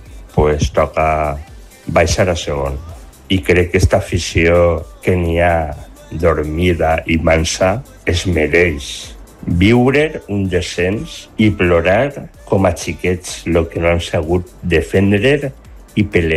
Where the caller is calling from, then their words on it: Albal, Valencian Community, Spain